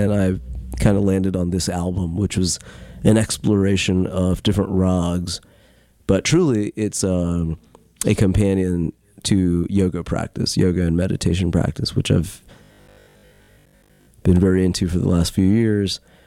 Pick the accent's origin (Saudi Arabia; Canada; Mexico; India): India; Ahmedabad, Gujarat; now in United States; Ahmedabad, that's okay. My hometown.